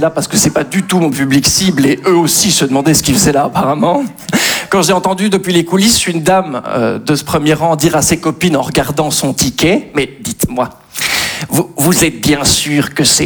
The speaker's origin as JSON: {"language": "French", "country": "Belgium", "said": "je suis belge."}